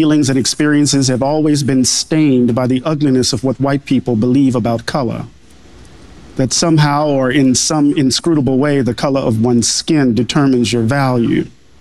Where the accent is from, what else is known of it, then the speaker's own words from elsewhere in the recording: Mississippi, United States; Maybe it's because I'm from Mississippi.